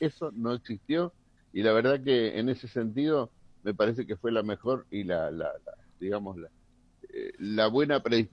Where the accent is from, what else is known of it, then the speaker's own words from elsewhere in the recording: Mendoza, Argentina; lo decís porque sos mendocino.